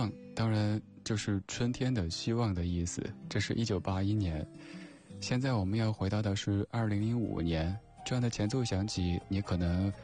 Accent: Sichuan, China; 尤其我们四川人特别喜欢吃豌豆尖

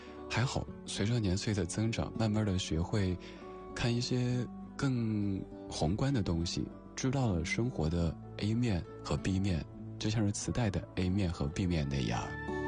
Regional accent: Chengdu, Sichuan, China; born there; now in Beijing, China; 我那个时候生活在成都，一座其实朝南朝北反正成天都是阴天多云的城市

